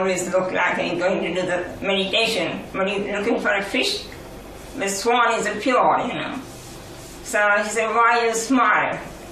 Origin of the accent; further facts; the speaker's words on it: India; As Indian boys